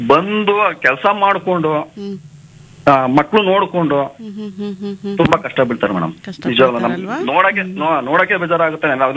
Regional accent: Maddur, Karnataka, India; now in Bengaluru, India; ನಮ್ಮೂರು ಮಂಡ್ಯ ಜಿಲ್ಲೆ ಮದ್ದೂರು ತಾಲೂಕು. ಮದ್ದೂರು ತಾಲೂಕು ನಗರ ಕೆರೆ ಗ್ರಾಮ ನಮ್ದು.

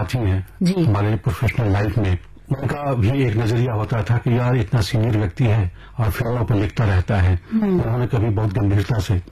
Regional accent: Bihar, India; born there

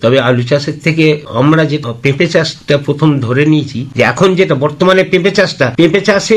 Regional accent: Hooghly district, West Bengal, India; আমি হুগলি জেলা থেকে আসছি। … চুচুড়মগড়া ব্লক, আমার গ্রাম হচ্ছে উত্তর সিমলা।

